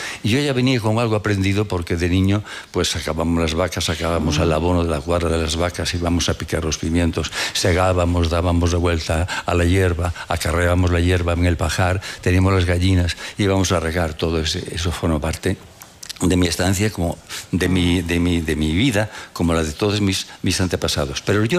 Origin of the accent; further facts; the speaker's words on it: Castile and León, Spain; Porque Castilla, yo soy enamorado de Castilla, pero a mí, amigo, El Bierzo, el río Sil, donde aprendiste a nadar, aquel clima, aquellas nieblas y aquellos mon